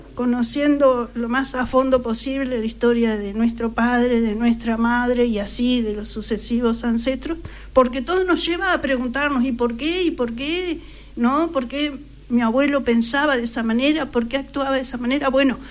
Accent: Juan Lacaze, Colonia, Uruguay; born there; Yo nací en Juan Lacase.

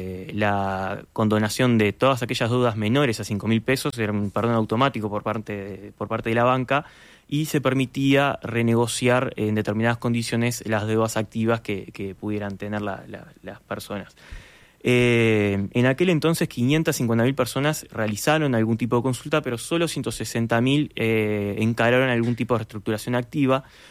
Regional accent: Uruguay

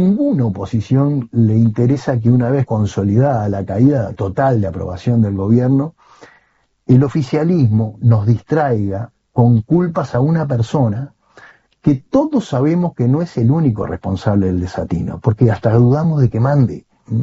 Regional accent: Uruguay

